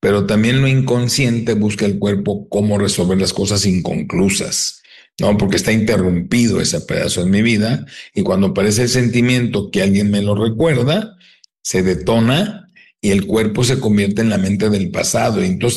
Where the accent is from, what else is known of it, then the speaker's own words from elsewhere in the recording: Tijuana, Baja California, Mexico; also born or lived in San Diego, United States; Tijuana, San Diego, siempre viví de chico, ¿no?